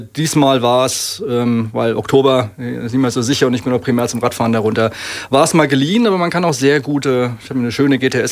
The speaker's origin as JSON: {"language": "German", "town": "Ingelheim", "region": "Rhineland-Palatinate", "country": "Germany", "tie": "born or raised there", "said": "Ich bin gebürtiger Ingelheimer."}